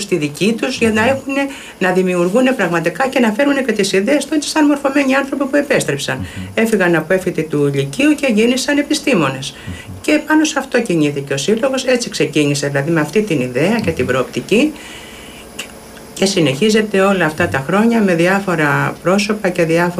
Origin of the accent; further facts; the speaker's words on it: Lixouri, Ionian Islands, Greece; γιατί εγώ είμαι από το Λιξούρι